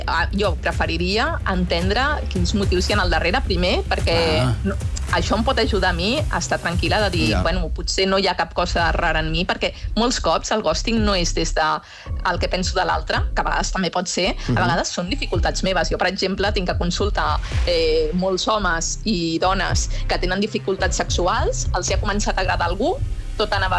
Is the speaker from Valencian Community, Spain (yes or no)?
no; Catalonia, Spain; I escolta tu, que som catalans, quan ens caiem ens tornem a aixecar.